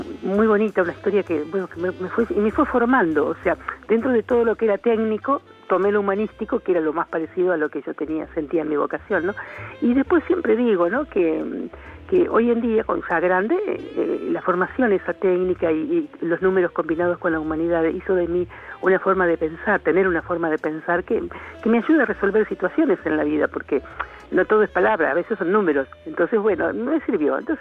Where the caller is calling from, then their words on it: Chascomús, Buenos Aires Province, Argentina; de Chascomús.